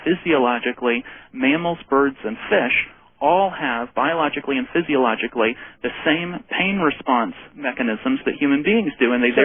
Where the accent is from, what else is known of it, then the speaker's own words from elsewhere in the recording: Minnesota, United States; I grew up in Minnesota eating fish, and I also grew up fishing for 12 years, land of 10,000 lakes